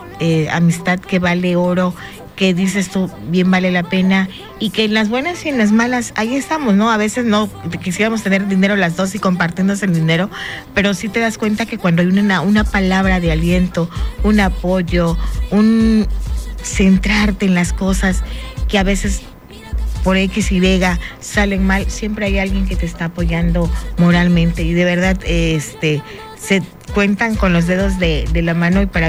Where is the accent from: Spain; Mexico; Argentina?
Mexico; Oaxaca; moved away; yo soy de Oaxaca